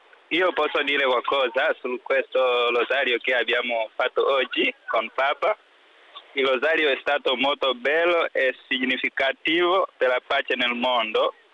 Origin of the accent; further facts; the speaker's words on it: Tanzania; now in Italy; Vengo dalla Tanzania.